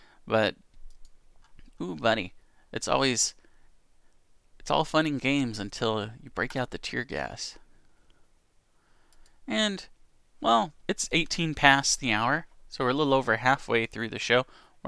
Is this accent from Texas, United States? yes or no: yes; Texas, United States; I'm from Texas, so I guess that makes sense.